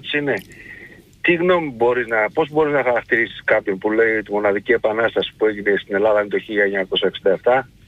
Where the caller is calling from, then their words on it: London, United Kingdom; από Λονδίνο.